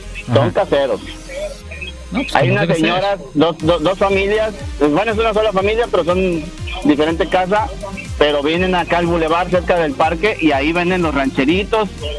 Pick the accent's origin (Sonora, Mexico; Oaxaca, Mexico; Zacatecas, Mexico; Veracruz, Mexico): Veracruz, Mexico; Tempoal; Pues acá en mi pueblo, en Tempoal, Veracruz.